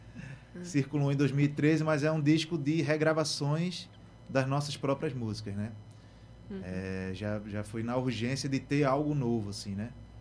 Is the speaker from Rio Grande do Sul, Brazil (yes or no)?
no; Recife, Pernambuco, Brazil; A gente é aqui de Recife